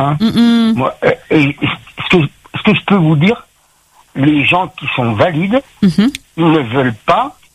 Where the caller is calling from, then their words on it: Sainte-Anne, Réunion; Moi, je suis de Sainte-Anne.